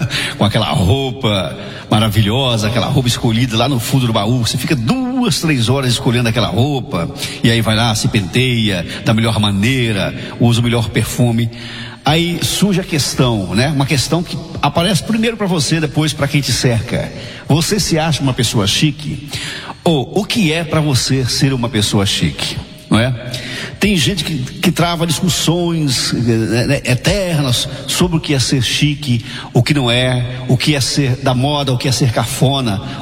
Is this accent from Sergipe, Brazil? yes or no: no; Bahia, Brazil; No Nordeste, no meu Nordeste, porque vocês sabem que eu sou nordestino, eu sou baiano